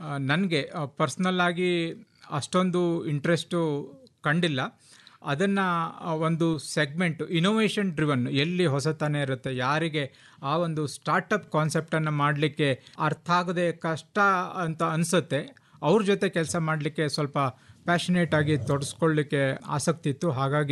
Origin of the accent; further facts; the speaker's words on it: Kumta, Karnataka, India; moved away as an adult; now in Uttar Pradesh, India; ನಮ್ಮ ಊರು ಕುಮಟಾ ಕುಜಳ್ಳಿ ಅಲ್ಲಿ ಇದ್ದೀವಿ.